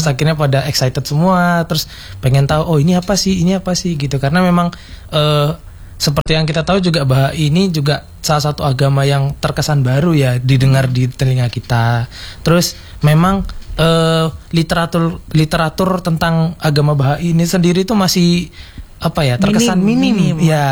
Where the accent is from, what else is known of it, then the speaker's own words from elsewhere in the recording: Jember, East Java, Indonesia; born there; Jadi saya itu lahirnya di sini karena memang keluarga asli di sini, cuman karena orang tua bekerja di Ri